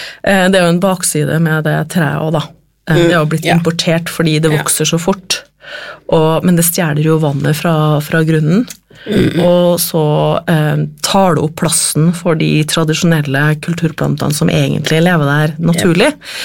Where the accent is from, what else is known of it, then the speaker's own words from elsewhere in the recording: Trondheim, Trøndelag, Norway; når jeg vokste opp I Trondheim, så var det Kina-restauranten, og så var det Peppespizza.